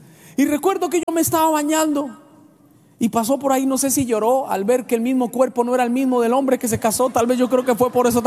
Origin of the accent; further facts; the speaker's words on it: Colombia; born there; de donde yo nací, por allá de los campos de Colombia, mi abuelo no era tierno con mi abuela.